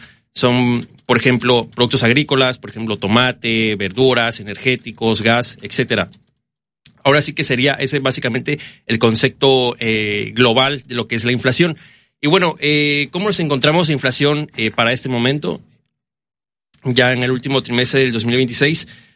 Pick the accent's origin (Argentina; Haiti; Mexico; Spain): Mexico; nos afecta a nosotros como economía mexicana.